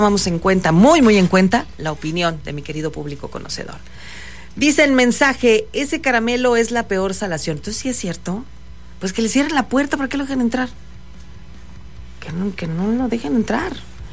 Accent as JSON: {"language": "Spanish", "town": "Monclova", "region": "Coahuila", "country": "Mexico", "tie": "born there", "said": "Lo sé porque yo soy de Monclova. Yo nací en Monclova."}